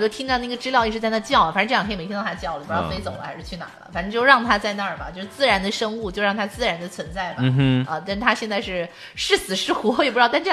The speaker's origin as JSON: {"language": "Chinese", "town": "Ganzhou", "region": "Jiangxi", "country": "China", "tie": "born or raised there", "said": "我在赣州长大"}